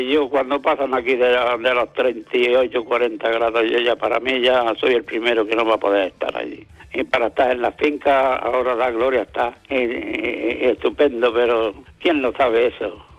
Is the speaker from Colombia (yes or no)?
no; Almuñécar, Andalusia, Spain